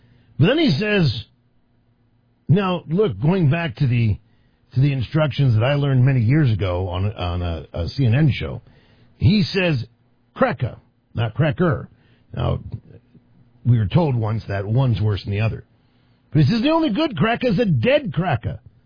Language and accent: English; United States; growing up in Washington